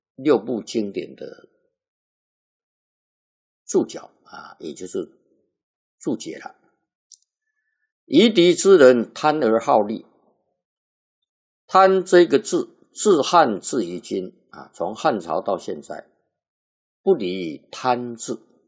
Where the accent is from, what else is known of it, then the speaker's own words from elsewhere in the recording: China; 那么今天呢，我们中国人呢，不要自己的文化啊，而且自己还去求啊，用外国的文化来改变呢